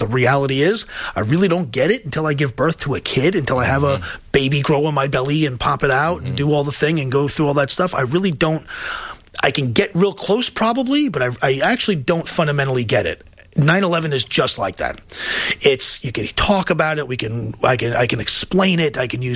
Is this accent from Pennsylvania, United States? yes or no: no; Queens, New York, United States; I'm a New Yorker. I'm from Queens.